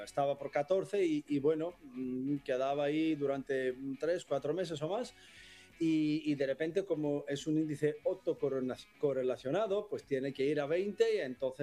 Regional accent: Greece; Spanish is a second language; yo soy griego, ya sé muy bien de deuda

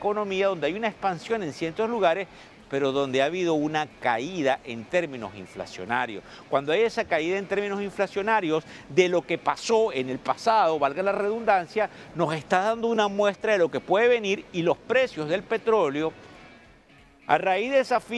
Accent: Venezuela; Yo personalmente como venezolano

